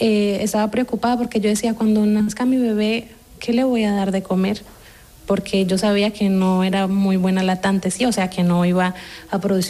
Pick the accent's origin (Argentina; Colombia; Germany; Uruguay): Colombia; moved away as an adult; now in Spain; de Colombia. Tengo 28 años